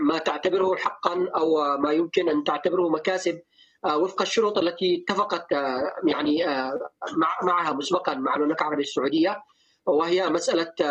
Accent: Yemen; now in Istanbul, Turkey; وما نحن نؤمن به كيمنيين

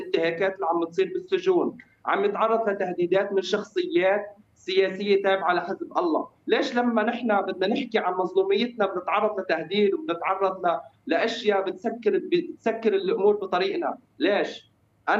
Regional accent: Syria; now in Damascus, Syria; نحن عم نحاول انه كسورية عم نفتح صفحة جديدة مع لبنان

